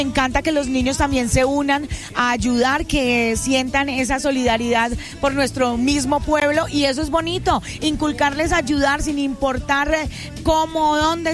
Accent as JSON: {"language": "Spanish", "country": "Colombia", "said": "como buenos colombianos siempre estamos ayudando. Eso es lo lindo de mi Colombia, eso es lo lindo de mi gente."}